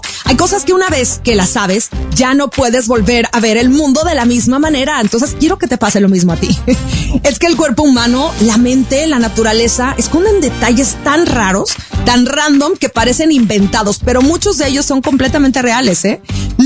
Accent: Sinaloa, Mexico; yo soy de Sinaloa

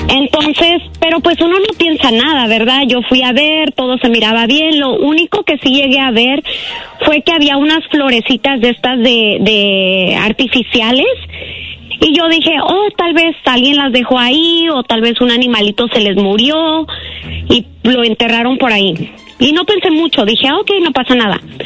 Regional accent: Michoacán, Mexico; now in Fresno, United States; Yo soy de Michoacán, pero mis papás migraron acá a la área de Fresno y vivo en Fresno

